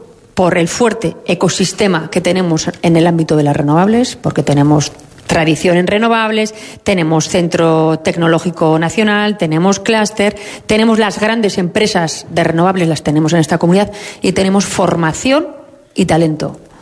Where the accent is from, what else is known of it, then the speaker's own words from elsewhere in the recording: Navarre, Spain; Yo me siento navarra, sé cuál es mi mapa institucional